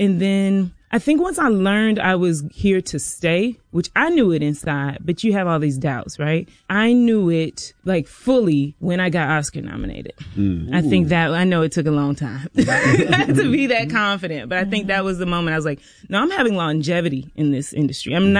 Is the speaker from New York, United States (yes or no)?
no; South Carolina, United States; But no, I came from, you know, where Charlamagne is from. I'm from South Carolina, small town. Grew up in the church. You know, like low to mid class family.